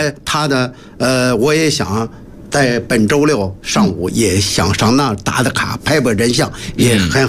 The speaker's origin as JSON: {"language": "Chinese", "country": "China", "tie": "born or raised there", "said": "我的家乡，我的七级村，鹿城鹿这个水梦园儿"}